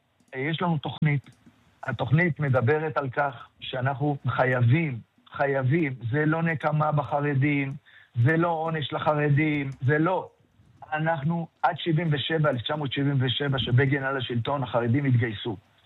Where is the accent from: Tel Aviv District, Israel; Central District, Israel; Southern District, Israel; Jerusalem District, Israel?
Tel Aviv District, Israel; Tel Aviv; גם כילד בדרום תל אביב וגם המשפחה שלו, שנים הצביעו לליכוד.